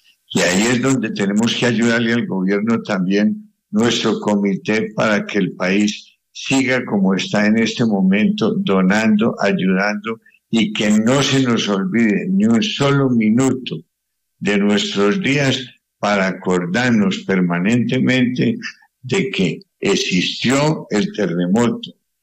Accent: Colombia; Yo no soy ningún santo, yo soy un colombiano más

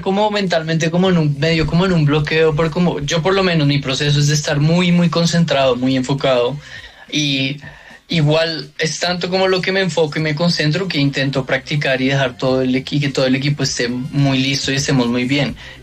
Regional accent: Bogotá, Colombia; pues obviamente, pues me crié aquí en Bogotá y con esa música

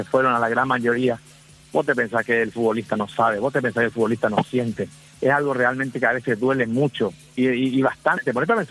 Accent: Paraguay; porque somos todos paraguayos

